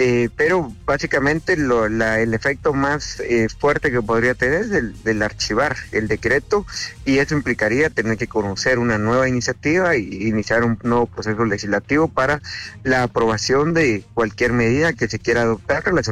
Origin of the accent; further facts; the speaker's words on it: Guatemala; que es lo que generan las consecuencias que ahora estamos viviendo como guatemaltecos finalmente.